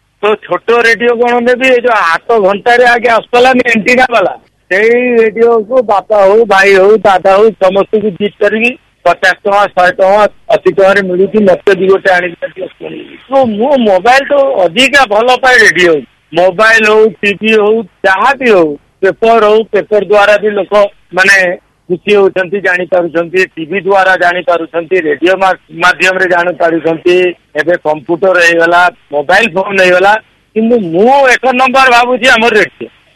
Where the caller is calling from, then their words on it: Cuttack, Odisha, India; ମୁଁ କଟକରୁ କହୁଥିଲି … କଟକ ଦେବରାରୁ।